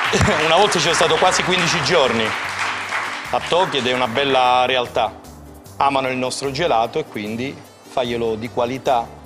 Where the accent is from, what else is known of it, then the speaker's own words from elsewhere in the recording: Zagarise, Calabria, Italy; born there; moved away; nel mio paese di nascita